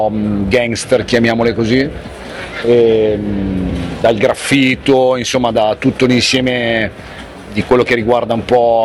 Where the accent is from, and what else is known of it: Milan, Lombardy, Italy